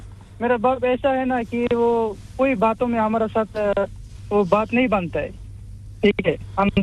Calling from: Bangladesh; मैं बांग्लादेश से हूँ।

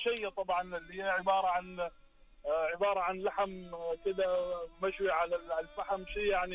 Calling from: Sudan; أنا طبعا أخوكم من السودان

